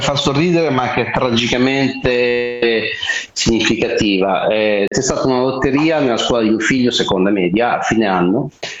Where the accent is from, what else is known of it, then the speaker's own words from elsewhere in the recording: Emilia-Romagna, Italy; io sono emiliano romagnolo, lo sai, però in questo caso romagnolo, perché sì, sì, Castel Bolognese